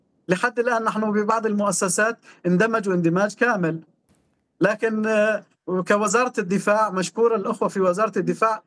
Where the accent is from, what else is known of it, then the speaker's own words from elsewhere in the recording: Syria; يعني نحن كشعب سوري ما عندنا خيار آخر.